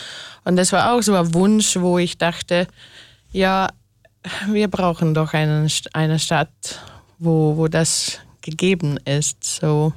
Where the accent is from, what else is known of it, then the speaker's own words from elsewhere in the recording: Hungary; now in Austria; du als Deutsche und ich als Ungarin